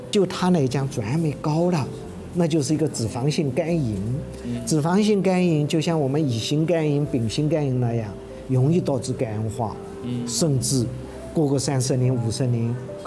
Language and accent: Chinese; Shanghai, China; 我们中国人、上海人